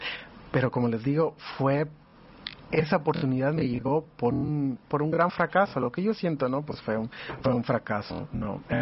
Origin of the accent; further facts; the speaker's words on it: Los Angeles, California, United States; estaba lejos de Los Ángeles, como crecí en Los Ángeles